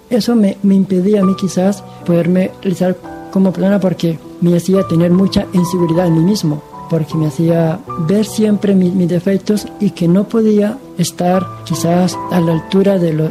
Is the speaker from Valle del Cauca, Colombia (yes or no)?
no; Cucutilla, Norte de Santander, Colombia; moved away as an adult; Tengo 35 años, soy colombiano, del norte de Santander. Viví en un pueblo muy pequeño llamado Cucutilla. Este pueblo queda en límites con Venezuela.